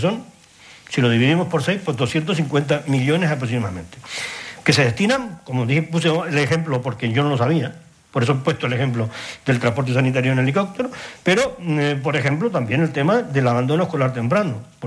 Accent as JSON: {"language": "Spanish", "country": "Spain", "said": "los españoles somos bastante europeos"}